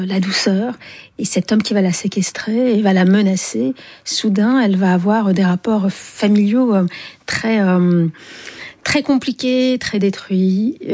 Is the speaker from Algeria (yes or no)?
yes; Algiers, Algiers Province, Algeria; parce que j'ai grandi à Alger, qui est un pays très viril, masculin.